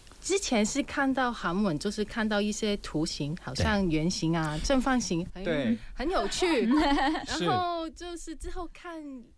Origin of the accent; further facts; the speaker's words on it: Hong Kong; moved away; 我是香港人。